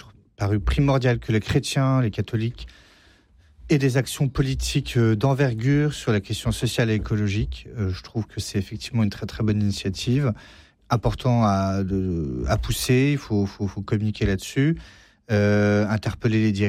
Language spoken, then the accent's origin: French; France; en tant que Français